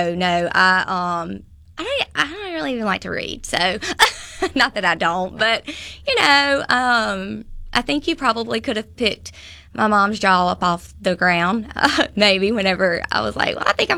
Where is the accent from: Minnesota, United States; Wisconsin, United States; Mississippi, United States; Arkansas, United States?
Mississippi, United States; Union; And anyway, I'm originally from Union, Mississippi, and they live all in that down there in that area.